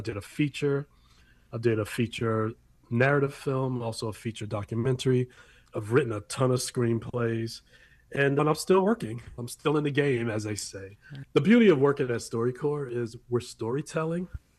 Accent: Columbus, Georgia, United States; born there; I'm a child of the military. My father was in the military. I was born down south in Columbus, Georgia, because he was stationed down there at the time.

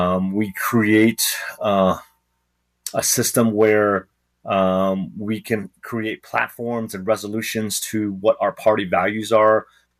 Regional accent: San Francisco Bay Area, California, United States; also born or lived in Shanghai, China; we grew up in the Bay Area, in San Francisco Bay Area

